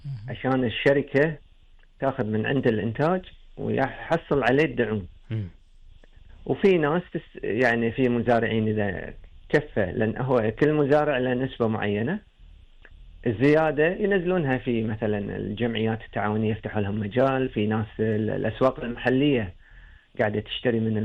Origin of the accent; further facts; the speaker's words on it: Kuwait; احنا عندنا في الكويت